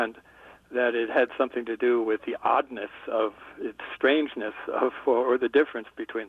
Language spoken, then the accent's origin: English; New Jersey, United States; You know, from early childhood on, I grew up in on the East Coast, New Jersey, and started to use small telescopes there